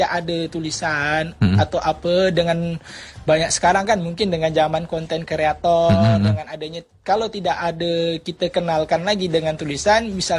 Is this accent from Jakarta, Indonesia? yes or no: no; Tanjung Pinang, Riau Islands, Indonesia; moved away as an adult; now in Yogyakarta, Indonesia; saya sebagai mahasiswa perantau, asli Kepulauan Riau di kota Jogja